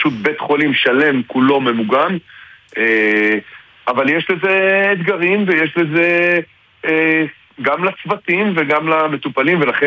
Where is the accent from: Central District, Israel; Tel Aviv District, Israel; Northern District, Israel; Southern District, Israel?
Tel Aviv District, Israel; Tel Aviv; moved away as an adult; now in Hila, Israel; אני במקור מהמרכז, אני במקור מתל אביב.